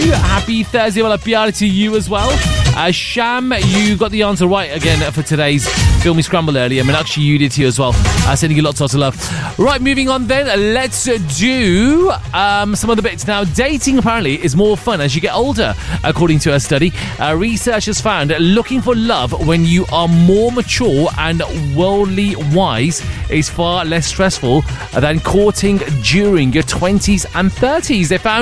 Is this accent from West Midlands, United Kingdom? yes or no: yes; Birmingham, West Midlands, United Kingdom; Birmingham, my hometown, and of course my neck of the woods.